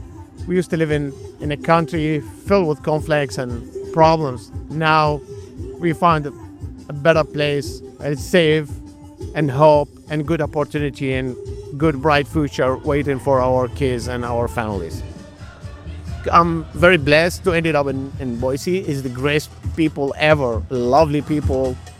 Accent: Baghdad, Baghdad Governorate, Iraq; moved away as an adult; now in United States; I'm from Baghdad, Iraq. I moved to the United States 2017.

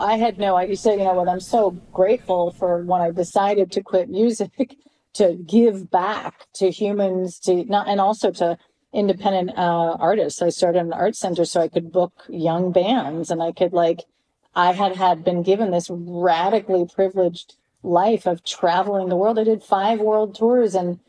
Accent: Canada; my parents, I was raised full in Canada, fully indoctrinated to doubt everything in the US

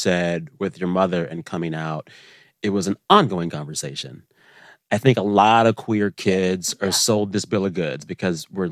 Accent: Texas, United States; I had folks in my life growing up in South Texas, very religious.

